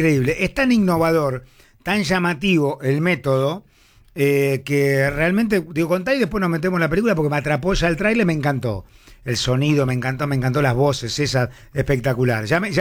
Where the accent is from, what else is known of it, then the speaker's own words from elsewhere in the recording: Libertad, Buenos Aires Province, Argentina; born there; porque yo que soy nacido en Libertad Merlo, nosotros de Ituzaingó para allá tenemos que marcar 0-2